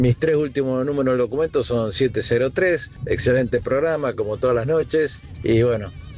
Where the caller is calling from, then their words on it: Buenos Aires, Argentina; de Capital.